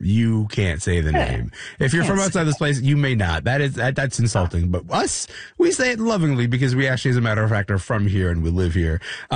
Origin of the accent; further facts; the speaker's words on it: Kingston, Ontario, Canada; moved away as an adult; now in Toronto, Canada; I grew up in Kingston, Ontario. I've lived in Toronto now for 16 years, and I refuse to tell anybody that I'm from Toronto because I'm like, listen, I am well and good and rooted in Kingston.